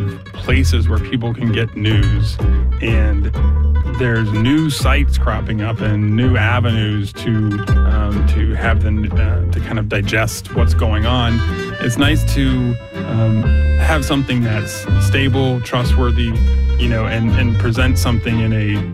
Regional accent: Madisonville, Ohio, United States; from Madisonville.

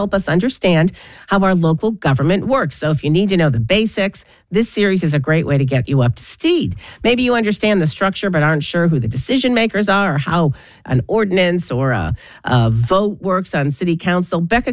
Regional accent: Ohio, United States; I grew up in Ohio and have lived adjacent to Ohio all but a year and a half of my life.

